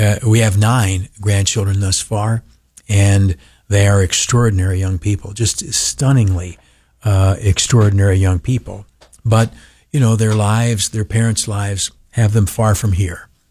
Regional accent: New York, United States; I'm too old. My roots are too deep. I'm a New Yorker in every conceivable way. I'm not going anyplace.

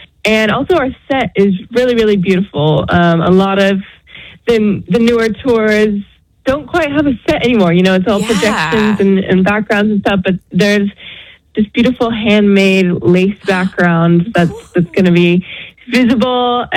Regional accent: Spokane, Washington, United States; moved away as an adult; also born or lived in Oklahoma City; Oh, I'm actually from Spokane, Washington

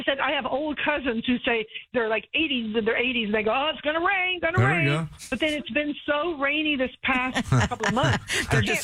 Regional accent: San Antonio, Texas, United States; now in Boerne, United States; I've lived in San Antonio, Central Texas, my entire life

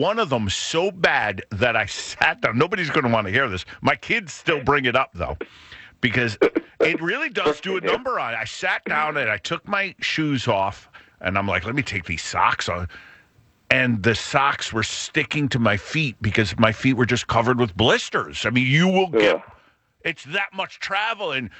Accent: New England, United States; But I spent my summers in Rhode Island as the New Englander, that I am.

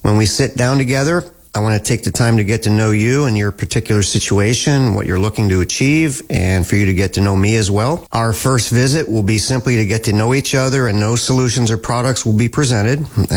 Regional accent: Harrisburg, Pennsylvania, United States; I was born and raised in the Harrisburg area, went to school and college locally.

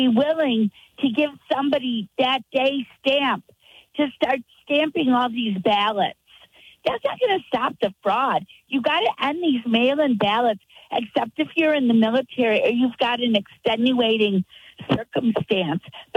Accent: Illinois, United States; I come from Illinois. There's an old joke. You know, Cook County is where Chicago is, and we called it Crook County.

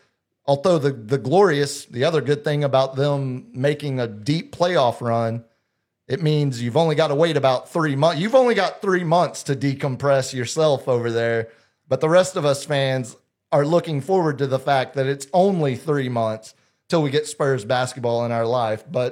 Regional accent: New Braunfels, Texas, United States; the people in my hometown that raised me with Bavarian heritage

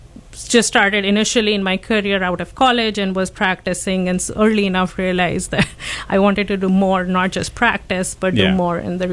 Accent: India; So I practice dentistry in India. So I grew up in India.

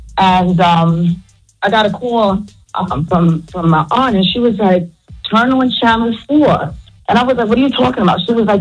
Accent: Brooklyn, New York, United States; now in Philadelphia, United States; I'm calling from Philly, but I'm originally from Brooklyn.

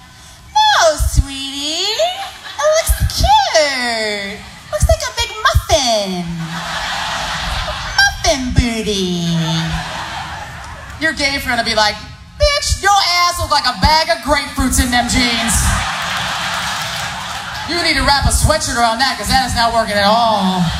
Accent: San Francisco, California, United States; I grew up in San Francisco.

